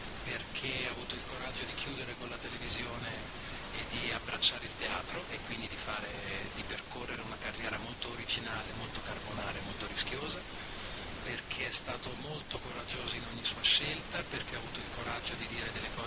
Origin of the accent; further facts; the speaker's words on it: Tuscany, Italy; ogni volta che passavo dalle mie parti, cioè Toscana.